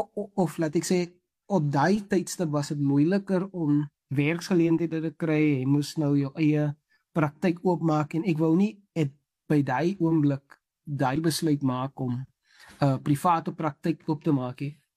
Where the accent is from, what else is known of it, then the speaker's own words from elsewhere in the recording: Macassar, Western Cape, South Africa; is 'n laity, soos ek nou sal noem, van Makassar en groot geword, skool gegaan, Oklahoma primêr en dan hoërskool, Makassar hoër.